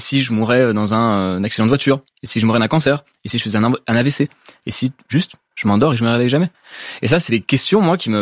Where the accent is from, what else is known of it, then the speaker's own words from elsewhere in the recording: Paris, Île-de-France, France; Alors, j'ai grandi à Paris, donc du coup, bon, j'ai grandi autour des gratte-ciels, avec pour source d'inspiration ce que je voyais devant moi, donc les bâtiments haussmanniens, les grands gratte-ciels du 13e arrondissement.